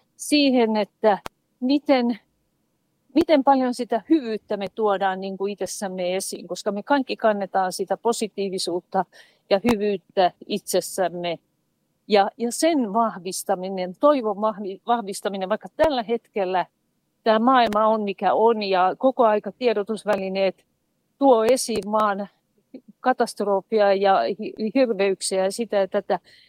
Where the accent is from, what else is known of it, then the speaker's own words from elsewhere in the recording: Vaasa, Ostrobothnia, Finland; mä oon vaasalainen